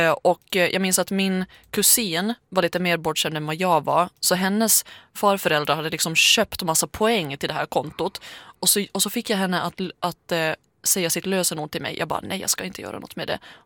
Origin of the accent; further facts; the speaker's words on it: Finland; accent: Finland Swedish; Min finlandssvenska har tendensen att liksom få folk att tro att jag